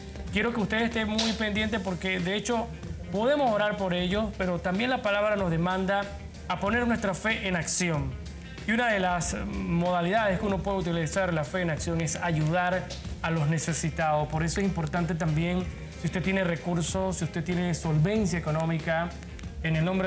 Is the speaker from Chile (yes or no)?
no; Panama